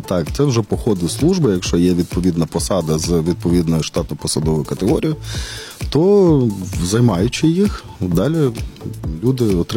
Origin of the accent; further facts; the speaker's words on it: Ivano-Frankivsk, Ivano-Frankivsk Oblast, Ukraine; Я теж з Франківська.